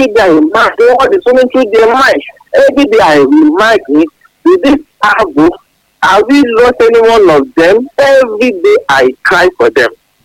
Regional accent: England, United Kingdom; I'm from England.

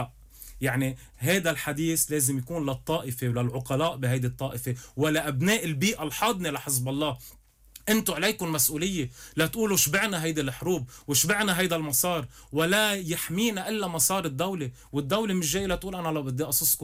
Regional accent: Lebanon; نحن كلبناني

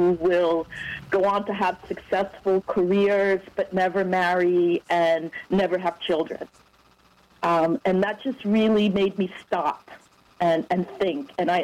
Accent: New Jersey, United States; I grew up in New Jersey.

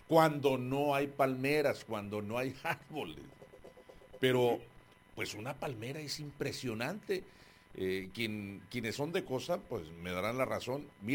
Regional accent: Nayarit, Mexico; soy del estado de Nayarit, pero en la parte de la costa.

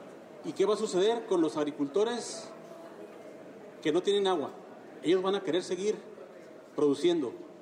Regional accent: Saucillo, Chihuahua, Mexico; soy originario de Saucillo, de la zona centro-sur de aquí del estado de Chihuahua. La zona centro-sur es de las zonas agrícolas más sobresalientes de aquí de Chihuahua

